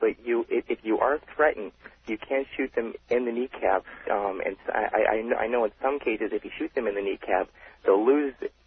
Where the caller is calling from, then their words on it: Los Angeles, California, United States; I live in Van Nuys, California.